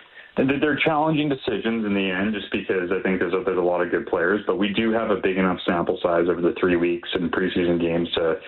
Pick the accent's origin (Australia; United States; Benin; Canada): Canada; Calgary, Alberta; I grew up in Calgary, so I grew up watching the Hitmen and the Flames